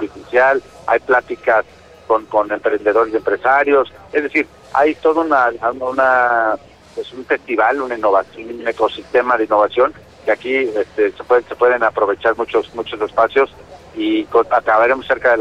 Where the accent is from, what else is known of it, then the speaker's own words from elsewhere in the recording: Querétaro, Mexico; en Querétaro estamos poniendo el nombre muy en alto en nuestro estado.